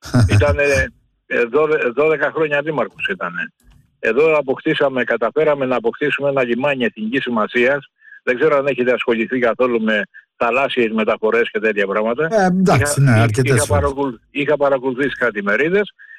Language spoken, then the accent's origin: Greek; Kalamata, Peloponnese, Greece; born there; Και πήγαμε στην παραλία, εκεί είναι και το πατρικό μου το σπίτι, και εκεί φτιάξαμε μία σκηνή.